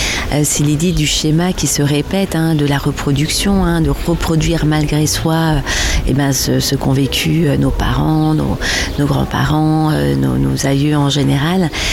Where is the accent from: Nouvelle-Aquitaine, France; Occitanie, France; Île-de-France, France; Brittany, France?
Brittany, France; je suis originaire de Bretagne